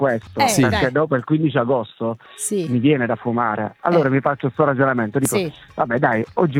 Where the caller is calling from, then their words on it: Martina Franca, Apulia, Italy; Io sono di Martina Franca.